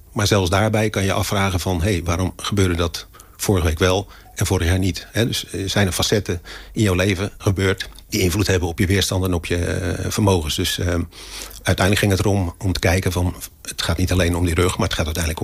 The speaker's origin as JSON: {"language": "Dutch", "town": "Heusden", "region": "North Brabant", "country": "Netherlands", "tie": "born there", "also_born_or_lived": "Rozenburg", "moved": "yes", "said": "Geboren in Heusden, in Brabant. Daar zijn we, omdat mijn vader bij Verholmen werkte, dus een scheepsvaartbedrijf, gingen we uit Brabant naar hier naar Rotterdam, naar Rozenburg."}